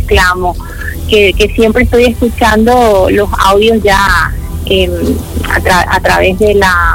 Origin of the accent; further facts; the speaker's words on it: Paraguay; Soy de Paraguay, el corazón de Sudamérica.